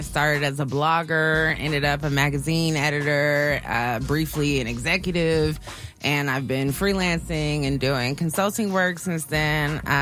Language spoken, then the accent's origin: English; Chicago, Illinois, United States; moved away as an adult; also born or lived in Brooklyn, New York; now in Los Angeles, United States; I'm originally from Chicago. I went to Howard and I moved here in 2007.